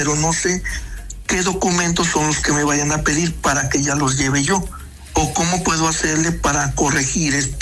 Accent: Teziutlán, Puebla, Mexico; porque yo soy de Teziutlán.

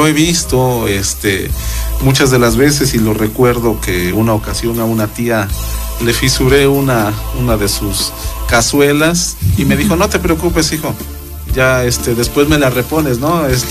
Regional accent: Mexico; nuestro legado como mexicanos.

